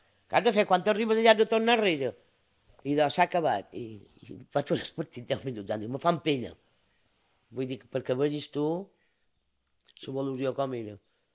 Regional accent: Bunyola, Balearic Islands, Spain

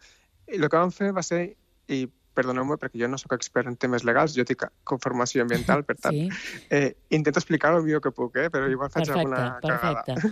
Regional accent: Tarragona, Catalonia, Spain; now in Basque Country, Spain; Bueno, jo sóc de Tarragona, eh? Però jo estic vivint al País Basc

